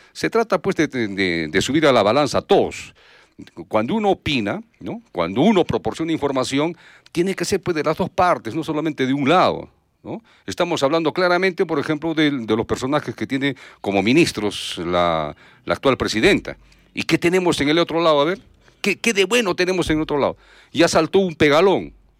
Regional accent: Peru; Porque somos peruanos

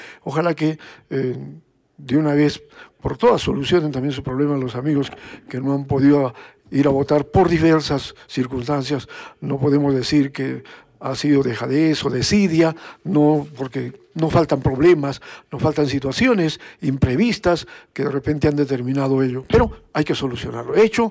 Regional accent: Peru; este nuestro deber cívico como peruanos

